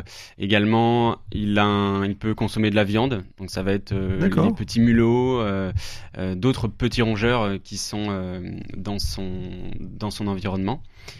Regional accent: Grand Est, France

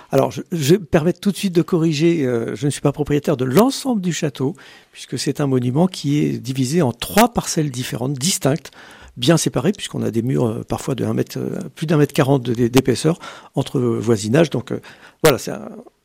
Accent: Pays de la Loire, France; born there; Alors moi, de naissance, je suis angevin.

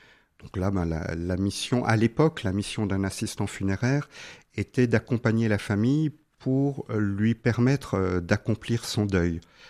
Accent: Dijon, Bourgogne-Franche-Comté, France; born there; moved away; also born or lived in Namur, Belgium; je suis né à Dijon, dans une famille où j'ai donc un frère, une sœur, et une famille chrétienne, pratiquante par ma mère

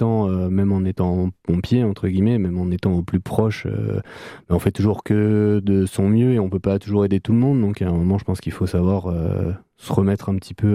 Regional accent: Île-de-France, France; je viens du Val d'Oise

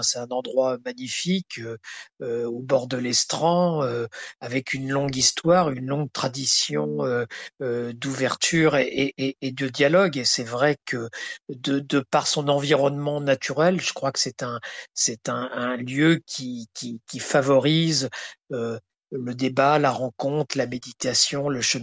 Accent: Nouvelle-Aquitaine, France; moi, je suis originaire de la Creuse

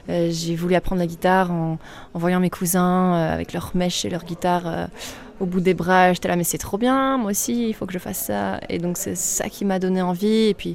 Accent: Brussels, Brussels-Capital Region, Belgium; also born or lived in Dinant; Je suis bruxelloise

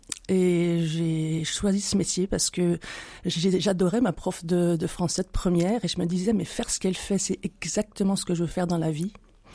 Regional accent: Besançon, Bourgogne-Franche-Comté, France; moved away; also born or lived in Nièvre; Je suis originaire de Besançon.

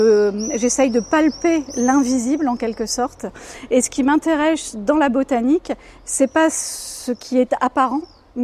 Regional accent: Bayeux, Normandy, France; Puisque j'ai grandi à Bayeux.

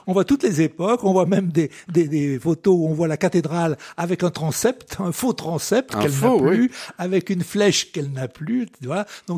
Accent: Roanne, Auvergne-Rhône-Alpes, France; born there; also born or lived in Martinique; now in Bourges, France; Je suis né à Roanne, j'ai vécu 4 ans outre-mer, en Martinique, et je suis arrivé par hasard à Bourges, et comme je le dis souvent, j'ai fait de Bourges ma ville natale.

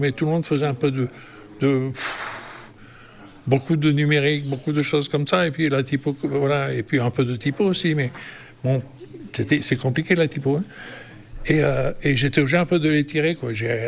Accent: Roquedur, Occitanie, France; Oui, je suis né dans les Cévennes, à Roquedur. j'habite à Roquedur. Et j'étais j'étais pas un... D'abord, on était à l'école de Roquedur, où on était 4-5.

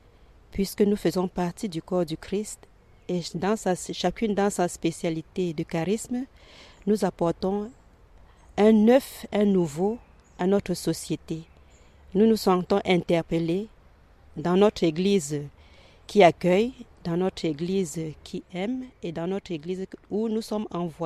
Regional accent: Cameroon; now in France; Je suis camerounaise et je suis en France, spécialement à Sichazel.

